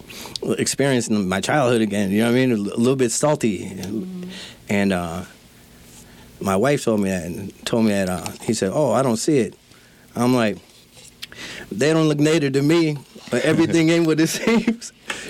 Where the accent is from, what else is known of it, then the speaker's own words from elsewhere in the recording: Bad River, Wisconsin, United States; We're both from Bad River